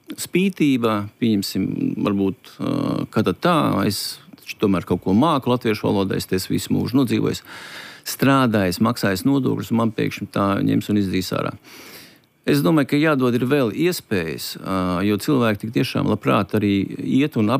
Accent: Jūrmala, Latvia; esmu uzņēmējs no Jūrmalas

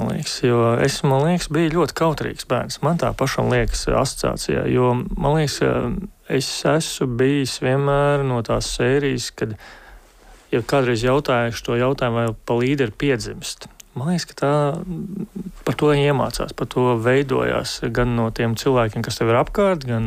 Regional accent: Riga, Latvia; also born or lived in Sigulda; Rīga, tāpēc, ka es esmu rīdzinieks. Es esmu dzīvojis trīs apvidos, bet apkaimēs jau šo laikam tagad pareizāk teikt Brasa. Brasa, tur, ko es laikam visvairāk uzaudzis.

